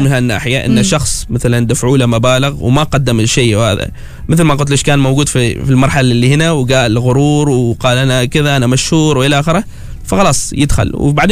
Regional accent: Oman; نحن كعمانيين

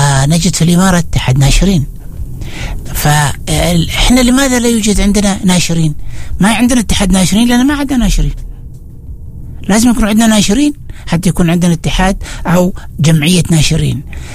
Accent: Oman; إحنا عندنا في عمان

